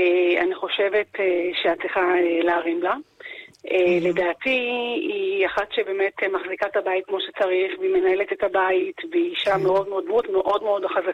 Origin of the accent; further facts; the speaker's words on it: Ramat Gan, Tel Aviv District, Israel; אני מרמת גן.